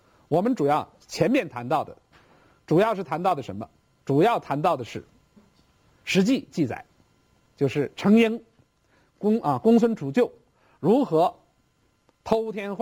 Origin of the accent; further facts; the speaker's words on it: China; 我们中国人